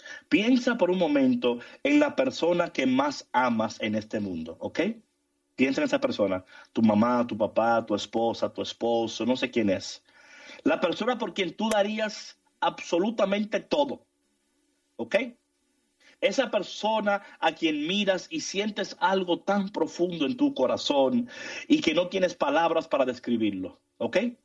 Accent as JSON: {"language": "Spanish", "region": "New York", "country": "United States", "tie": "born or raised there"}